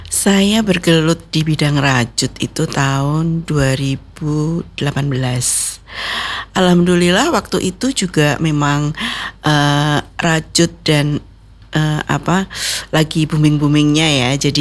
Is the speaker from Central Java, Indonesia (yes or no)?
yes; Magelang, Central Java, Indonesia; Saya kan aslinya Magelang.